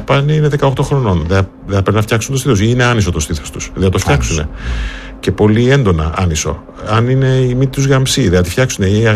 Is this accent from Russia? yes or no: no; Brazil; Greek is a second language; now in Greece; Όχι, επειδή εγώ είμαι από την Λατινική Αμερική, από τη Βραζιλία, σε ενημερώνω ότι δεν υπάρχει και μια παραμόρφωση στη Βραζιλία και στη Λατινική Αμερική.